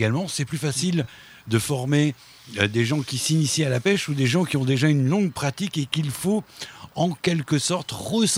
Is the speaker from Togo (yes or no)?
no; Hauts-de-France, France